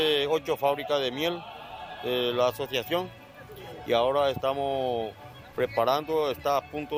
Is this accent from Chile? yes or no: no; Arroyos y Esteros, Cordillera, Paraguay; yo soy de San Antonio